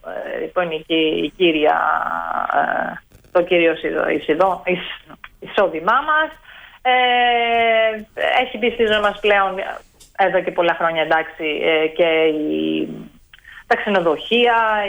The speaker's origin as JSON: {"language": "Greek", "town": "Pinakates", "region": "Thessaly", "country": "Greece", "moved": "as an adult", "lives_now": "Milies, Greece", "said": "Εγώ είμαι μόνιμη κάτοικος. Εγώ είμαι ερωτική μετανάστη στις μηλιές. Η καταγωγή μου είναι από τις Πινακάτες"}